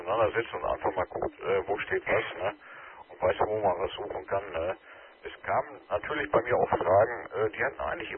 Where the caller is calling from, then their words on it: Witten, North Rhine-Westphalia, Germany; mit QTH aus Witten an der Ruhr